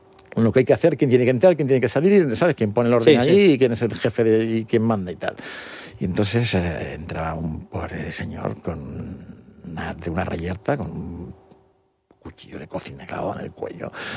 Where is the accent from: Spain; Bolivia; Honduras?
Spain; Canary Islands; also born or lived in Madrid; como estudiaba, como todo canario que va a estudiar a Madrid, pues muchos de ellos estudian en colegios mayores.